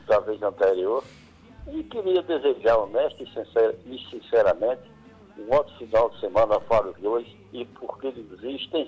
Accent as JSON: {"language": "Portuguese", "region": "Pernambuco", "country": "Brazil", "said": "Eu como pernambucano"}